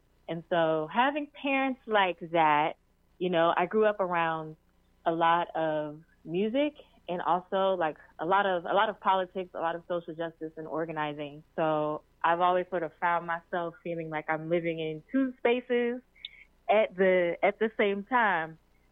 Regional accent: High Point, North Carolina, United States; like you said, and I am from High Point. I am from High Point, but my family and I are actually transplants.

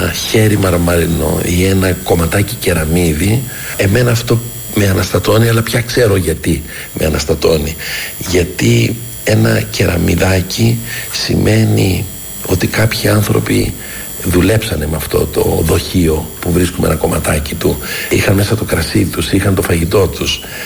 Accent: Athens, Attica, Greece; Όταν ήμουν πολύ μικρό παιδάκι, έμενα δίπλα σε ένα γήπεδο. Εκεί γεννήθηκα, στα Ηλίσια, στο γήπεδο ποδοσφαίρου του Ηλυσιακού.

